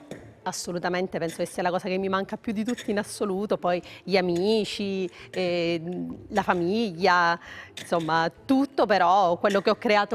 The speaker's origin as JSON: {"language": "Italian", "region": "Sicily", "country": "Italy", "said": "essendo siciliano io"}